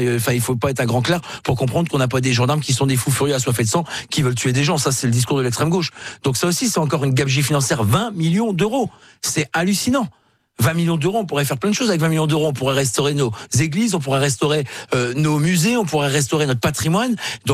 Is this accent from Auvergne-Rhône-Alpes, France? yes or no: no; Hauts-de-France, France; même si je suis du Nord